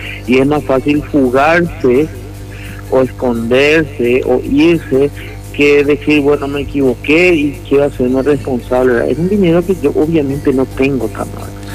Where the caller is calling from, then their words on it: Luque, Central, Paraguay; yo vivo en la ciudad de Luque, vivo en el centro